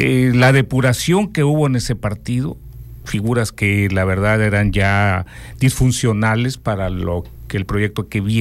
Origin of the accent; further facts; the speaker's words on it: Nuevo León, Mexico; also born or lived in Sonora; Pero es que Nuevo León, crecí en Nuevo León, fui alcalde de Nuevo León, pero yo nací en Sonora, soy de Sonora.